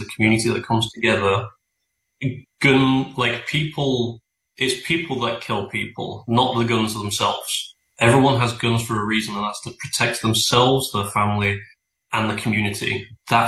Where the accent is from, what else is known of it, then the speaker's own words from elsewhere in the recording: England, United Kingdom; now in United States; becoming a US citizen, because I'm more patriotic to the US, and funnily enough, I'm more patriotic to my home country, is you're not allowed to fly the Union Jack or the England flag